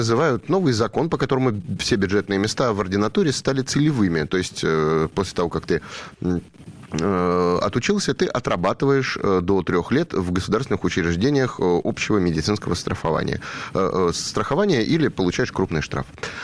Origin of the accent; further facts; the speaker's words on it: Stavropol, Stavropol Krai, Russia; да даже, если честно, вот в моем родном городе, в Ставрополе, какой-нибудь педиатр, ну, получает совсем небольшие деньги.